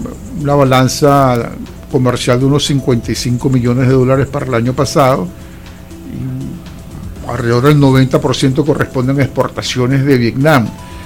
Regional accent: Venezuela

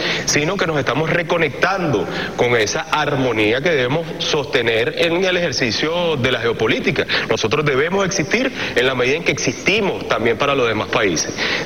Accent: Venezuela; que apunta a que como venezolanos nosotros vivamos en armonía

